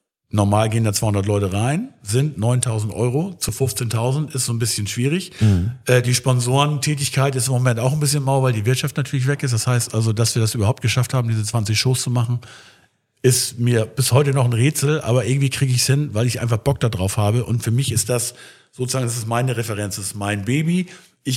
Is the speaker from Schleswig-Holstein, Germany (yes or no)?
yes; Schleswig, Schleswig-Holstein, Germany; Ich komme ja aus Schleswig, also ich bin ja geboren in Schleswig. Und da gibt es unten an der Schlei einen Stadthafen.